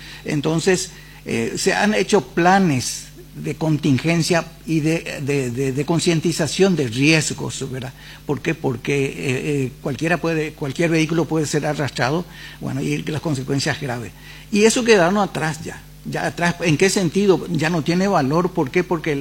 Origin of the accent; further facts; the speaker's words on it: Lambaré, Central, Paraguay; soy oriundo de Lambaré, ¿verdad? Y estoy hablando de por lo menos 50, 60 años atrás.